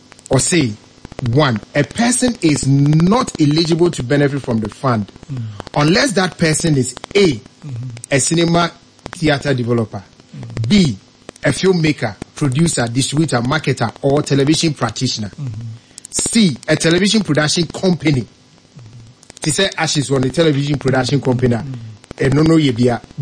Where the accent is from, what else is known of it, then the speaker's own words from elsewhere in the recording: Ghana; as a Ghanaian licensed Ghanaian filmmaker